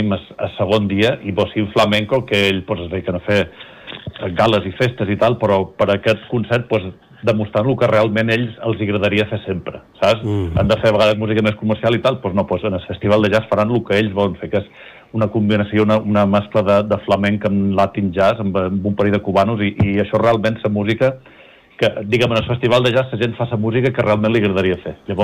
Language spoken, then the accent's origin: Catalan; Ibiza, Balearic Islands, Spain; born there; som nascuts aquí a Eivissa